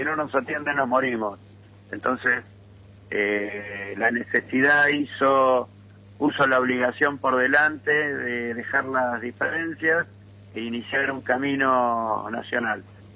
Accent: San Martín, Buenos Aires Province, Argentina; Sí, sí, yo soy de acá de San Martín, provincia de Buenos Aires.

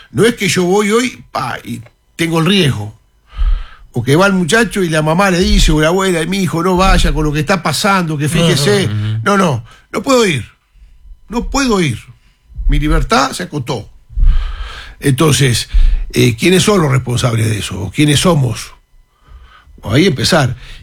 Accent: San José, Uruguay; moved away as an adult; also born or lived in Montevideo; Yo vine de San José, de mi departamento, a estudiar a Montevideo, a facultad, como tantos del interior

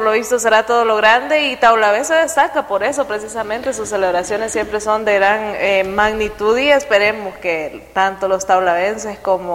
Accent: Honduras; como hondureños toca irnos acomodando

